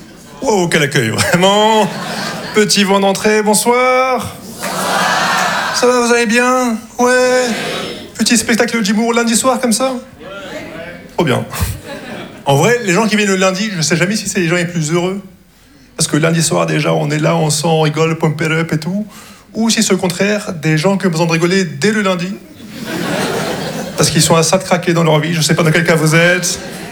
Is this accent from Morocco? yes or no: yes; Casablanca, Casablanca-Settat, Morocco; Parce que moi … j'ai grandi au Maroc, mais on dirait que ma voix est doublée par un gars qui s'appelle Maximilien.